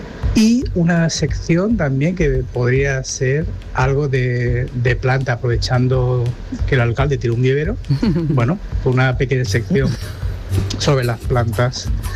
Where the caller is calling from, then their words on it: Córdoba, Andalusia, Spain; Buenos días … de Córdoba.